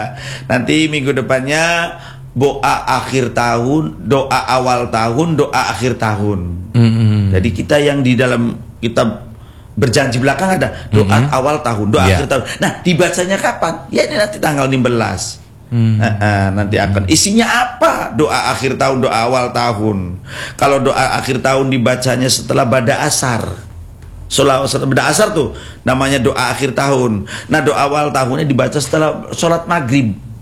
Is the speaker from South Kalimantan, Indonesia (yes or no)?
no; Cirebon, West Java, Indonesia; Nah hari ini kita wong Cirebon arane apem.